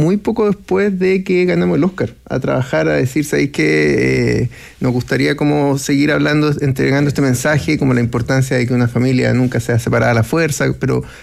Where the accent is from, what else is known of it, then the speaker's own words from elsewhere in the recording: Chile; Y como chilena.